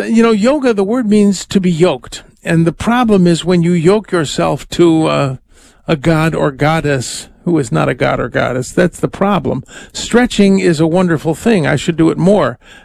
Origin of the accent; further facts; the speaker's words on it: Westchester, Illinois, United States; Westchester, Illinois, where I used to roam about when I was a mere child.